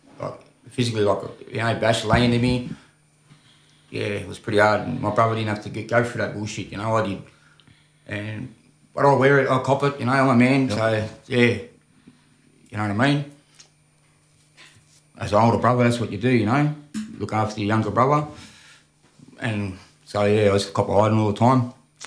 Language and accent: English; Sydney, New South Wales, Australia; born there; also born or lived in Wollongong / La Perouse; I grew up around the city area.